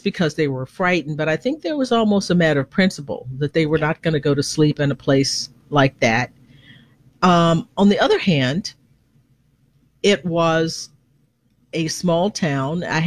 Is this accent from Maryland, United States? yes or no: no; Conroe, Texas, United States; also born or lived in Livingston; When I first moved there, I moved, I was born in Livingston, Texas, about 50 miles northeast of there. But my parents moved to Conroe when I was about 6 months old.